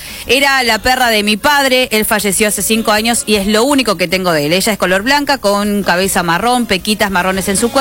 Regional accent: Luque, Córdoba, Argentina; soy de Luque, Córdoba

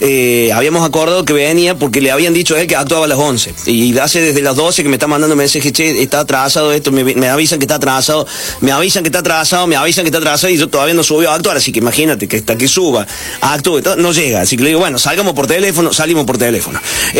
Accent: Córdoba, Argentina; Nosotros tenemos nuestro humor, el humor cordobés

